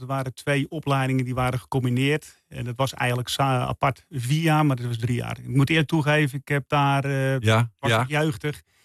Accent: Haarlemmermeer, North Holland, Netherlands; also born or lived in Rijsenhout / Nieuw-Vennep; Daar ben ik opgegroeid en tot mijn 10e gewoond en daarna naar Nieuw-Vennep. Dus eigenlijk wel echt een Haarlemmerweerder.

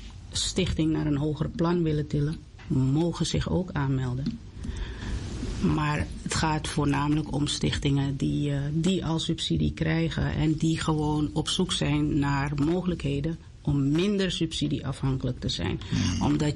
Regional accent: Netherlands; born there; Ik ben in Nederland geboren. Ik heb hier gestudeerd. Ik heb er in loondienst gewerkt

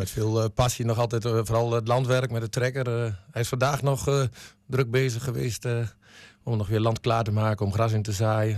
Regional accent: Hoorn, Netherlands; Ik ben geboren aan de Vosbergenweg op de boerderij. Mijn hele leven was altijd buiten met het land en de dieren.

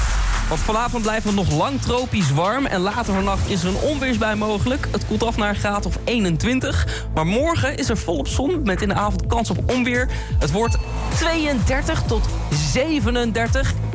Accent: Suriname; voor mij wel als Surinamer zijnde.

